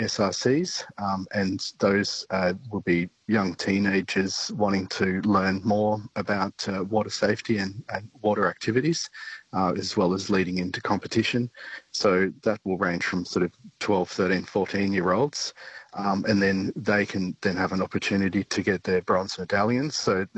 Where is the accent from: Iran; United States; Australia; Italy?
Australia; Manly, New South Wales; moved away as an adult; now in Newcastle, Australia; Well, I grew up around the beach. I grew up in Manly and always had a lot to do with the beach when I was a kid.